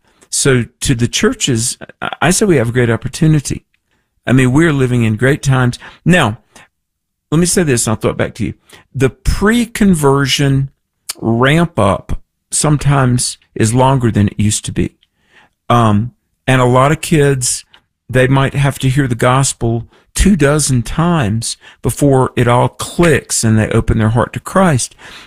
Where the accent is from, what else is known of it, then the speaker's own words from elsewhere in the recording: North Carolina, United States; In my home state of North Carolina, down on the coast